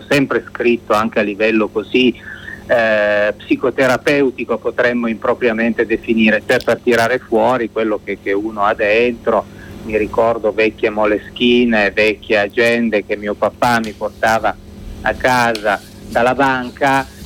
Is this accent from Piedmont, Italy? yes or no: yes; Lombardore, Piedmont, Italy; io sono piemontese, nato in Piemonte, ma mio papà è veneto e quindi siamo vicini come origini e di Vicenza.